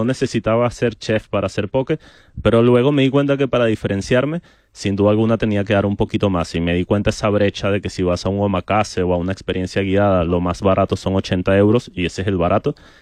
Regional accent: Venezuela; moved away; soy de Venezuela, emigrante.

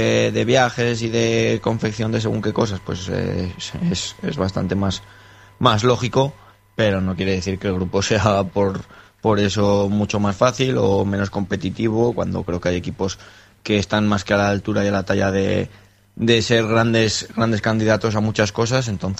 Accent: Tarazona, Aragon, Spain; now in Zaragoza, Spain; Yo soy de Tarazona

